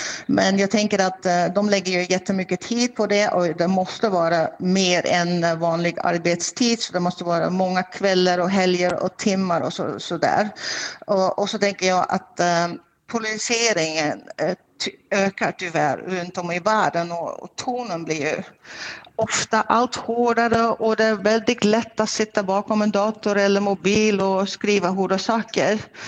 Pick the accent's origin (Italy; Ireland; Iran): Ireland; Swedish is a second language; now in Strömsund, Sweden; eftersom jag är inte svensk, jag flyttade hit från Irländerna för 10 år sedan.